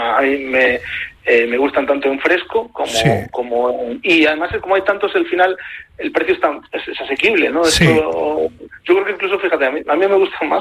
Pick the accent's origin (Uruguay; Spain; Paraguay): Spain; Noia, Galicia; Y yo, es que además soy de Noya, por eso tengo que presumir también del pueblo.